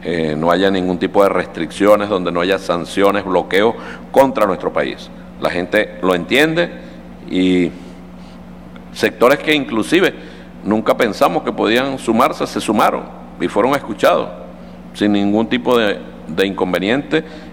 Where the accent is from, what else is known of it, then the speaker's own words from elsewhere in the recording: Venezuela; país unido como venezolanos y como venezolanos.